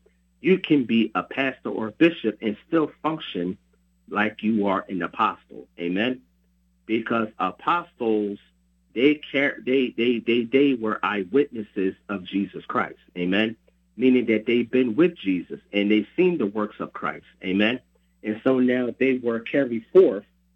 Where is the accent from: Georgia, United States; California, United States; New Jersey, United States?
New Jersey, United States; Camden; And now when you have an anointing to reach my hometown, Camden, New Jersey, then that means you have an anointing for Camden.